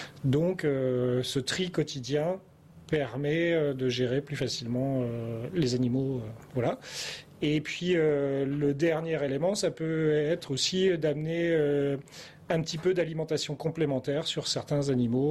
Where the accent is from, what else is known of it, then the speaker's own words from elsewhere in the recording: Avranches, Normandy, France; moved away as an adult; also born or lived in Brittany; je travaillais en Bretagne et donc je souhaitais revenir dans ma région natale. Je suis né à Avranches